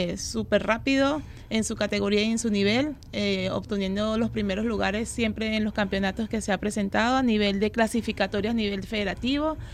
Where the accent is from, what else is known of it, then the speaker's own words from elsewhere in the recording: Caracas, Capital District, Venezuela; moved away as an adult; now in Rancagua, Chile; Soy venezolana.